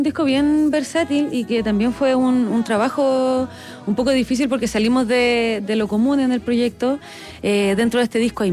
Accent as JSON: {"language": "Spanish", "town": "Punta Arenas", "region": "Magallanes", "country": "Chile", "said": "Yo que vengo de Punta Arenas, hay harta conexión con el folclore de Argentina del sur, el chamamé, la chacarera, la samba."}